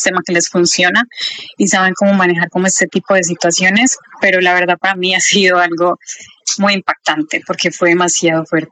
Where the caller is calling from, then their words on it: Medellín, Antioquia, Colombia; Yo vivo en Medellín.